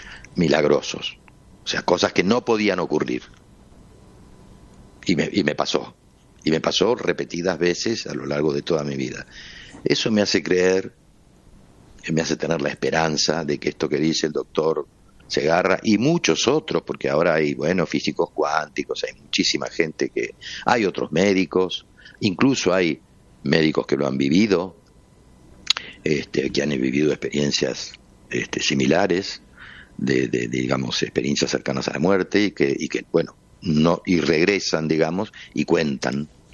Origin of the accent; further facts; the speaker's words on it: Buenos Aires, Argentina; Yo nací, me formé todo en Buenos Aires, sí.